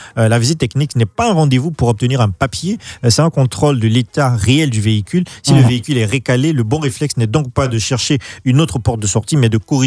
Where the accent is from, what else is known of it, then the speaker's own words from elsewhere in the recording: Côte d’Ivoire; Je me pose juste des questions en tant qu'Ivoirien.